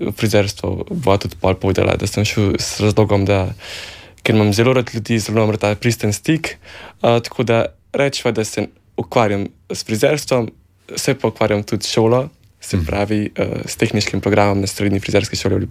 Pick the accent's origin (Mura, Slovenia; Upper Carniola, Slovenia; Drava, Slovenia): Upper Carniola, Slovenia; Kranj; prihajam iz Kranja, prej so se pogovarjali, da sem bolj človek iz vasi